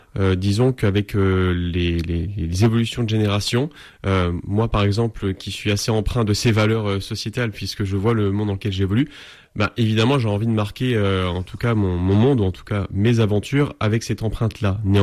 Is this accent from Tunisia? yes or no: no; Vaux-sous-Aubigny, Grand Est, France; also born or lived in Fontaine-lès-Dijon; Je viens du sud de la Haute-Marne, dans un petit village qui s'appelle Vaux-sous-Aubigny. Et je suis né à Fontaine-lès-Dijon.